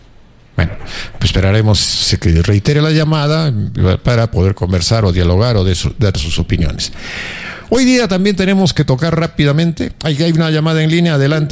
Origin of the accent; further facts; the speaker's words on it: Arequipa, Peru; Y creo que acá hay muchos que somos arequipeños porque nos dio la gana de nacer en otros lugares.